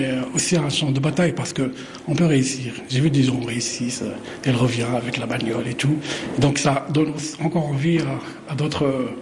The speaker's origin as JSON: {"language": "French", "town": "Tangier", "region": "Tanger-Tetouan-Al Hoceima", "country": "Morocco", "tie": "born or raised there", "said": "Cette œuvre, je l'ai fait par une expérience personnelle en grandissant à Tanger."}